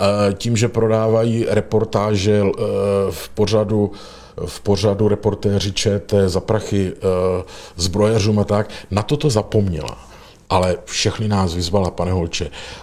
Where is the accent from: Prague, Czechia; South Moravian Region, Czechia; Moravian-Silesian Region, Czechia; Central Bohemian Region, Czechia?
South Moravian Region, Czechia; Brno; born there; Já jsem se narodil asi tak 10 ulic zatím, ale já jsem se narodil v Brně.